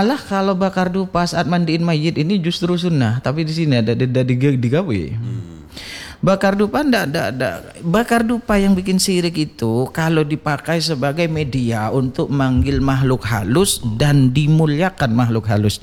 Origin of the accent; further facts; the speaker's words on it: Madura, Indonesia; saya kan orang Madura.